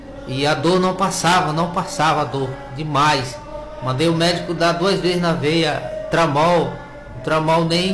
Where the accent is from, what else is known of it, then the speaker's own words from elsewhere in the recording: Manicoré, Amazonas, Brazil; moved away as an adult; now in Porto Velho, Brazil; Eu sou natural de Manicoré e vim a Porto Velho a tratamento